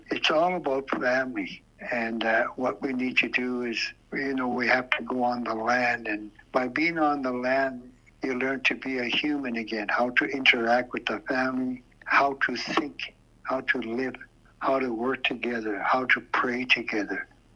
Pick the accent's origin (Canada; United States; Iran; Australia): Canada; Tulita, Northwest Territories; from my early years of growing up in Fort Norman, now as Toledo